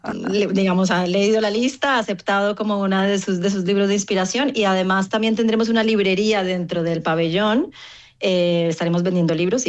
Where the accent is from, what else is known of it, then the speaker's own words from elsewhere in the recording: Colombia; yo soy colombiana, así que conozco a … desde sus principios, cuando sacó sus primeros discos.